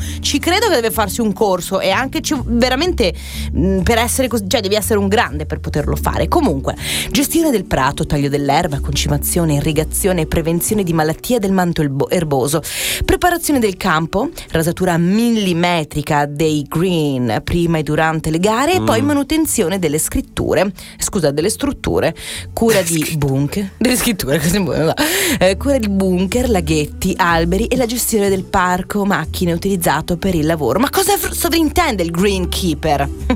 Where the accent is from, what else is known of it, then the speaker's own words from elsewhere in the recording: England, United Kingdom; Italian is a second language; Grazie, come va? Sì, sì, sono inglese.